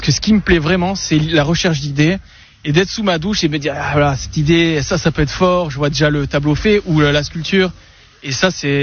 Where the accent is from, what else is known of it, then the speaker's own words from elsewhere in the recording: Nice, Provence-Alpes-Côte d'Azur, France; moved away as an adult; also born or lived in Dijon / Clermont-Ferrand / Toulouse; Quand tu passes le Var en tant que niçois